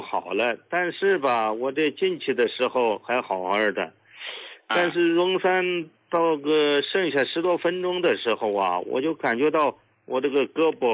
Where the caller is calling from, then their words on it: Liaoning, China; 我家是辽宁的。